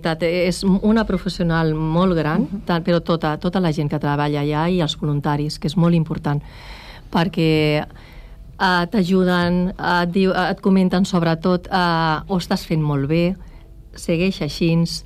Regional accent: Calafell, Catalonia, Spain; now in Santa Oliva, Spain; Jo sóc de Calafell, bueno, ara estic vivint a Santa Oliva, uh-huh, però jo sóc família d'aquí, de Calafell.

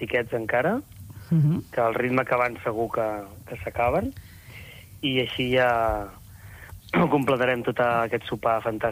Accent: Arenys de Mar, Catalonia, Spain; som d'Arenys de Mar, nosaltres volem posar en valor i doncs, també tot el territori

